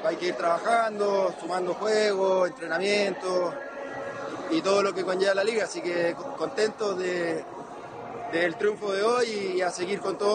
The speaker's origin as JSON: {"language": "Spanish", "town": "Concepción", "region": "Biobío", "country": "Chile", "said": "Yo soy penquista, soy de Conce"}